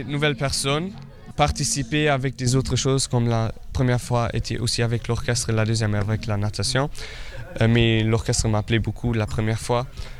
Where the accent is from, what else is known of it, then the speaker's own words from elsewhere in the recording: Luxembourg; now in Vianden, Luxembourg; je suis du Luxembourg, j'habite à Vianden, je vais au lycée classique à Dikirch